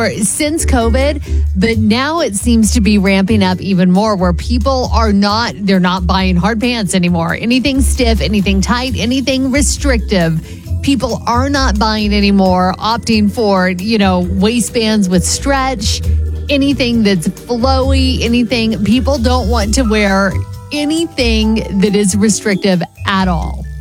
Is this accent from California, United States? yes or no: yes; California, United States; I grew up in California, so it was an exceptional problem to have in Southern California.